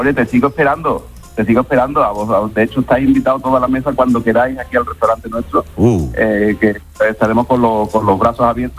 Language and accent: Spanish; Matalascaña, Andalusia, Spain; Yo soy de Lapino, de Matalascaña.